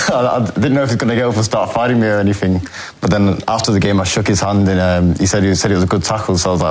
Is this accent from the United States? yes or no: no; England, United Kingdom; born or raised there